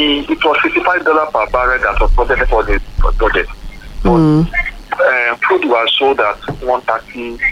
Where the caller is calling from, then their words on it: Makole, Oyo, Nigeria; Morning, I'm calling from Makole.